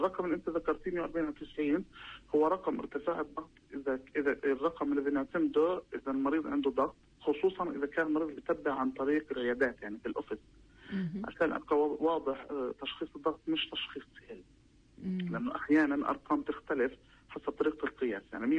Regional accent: Palestine; احنا عندنا في فلسطين

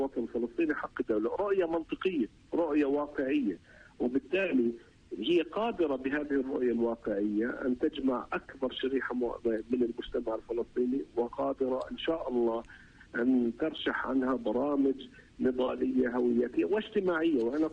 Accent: Palestine; كلنا كفلسطينيين

